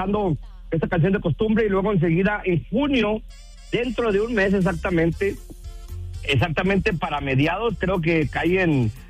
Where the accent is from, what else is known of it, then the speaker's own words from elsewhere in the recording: Durango, Mexico; now in El Paso, Texas, United States; Aquí nos formamos en El Paso, Texas. Yo soy originario de Durango